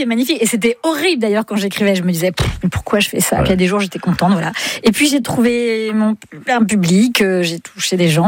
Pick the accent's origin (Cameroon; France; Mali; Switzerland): France; Île-de-France; Je suis francilienne, ouais.